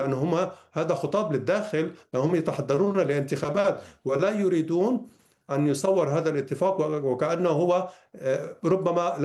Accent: Lebanon

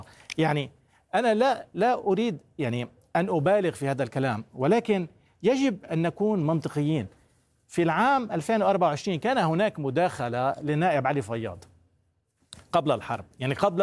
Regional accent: Lebanon

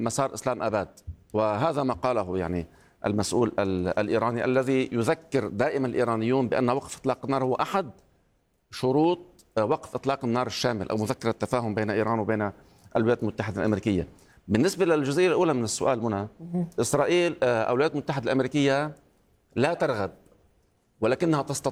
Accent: Lebanon

